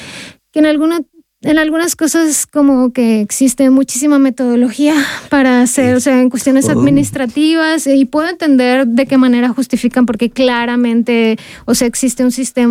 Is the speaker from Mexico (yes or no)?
yes; Mexico; moved away as an adult; now in Austria; mi relación como mexicana-austriaco